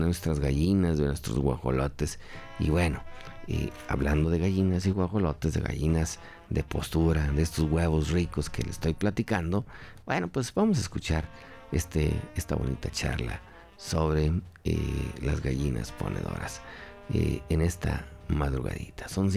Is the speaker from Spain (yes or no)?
no; Tlacotes, Zacatecas, Mexico; acá por en mi rancho de donde soy originario, acá por Tlacotes, Ojo Caliente.